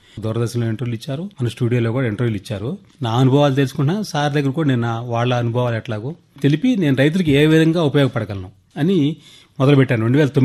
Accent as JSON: {"language": "Telugu", "town": "Nutakki", "region": "Andhra Pradesh", "country": "India", "tie": "born or raised there", "said": "2001 తిరిగి వచ్చి నా సొంత గ్రామానికి వచ్చి నాకు 12 ఎకరాల వ్యవసాయం ఉంది."}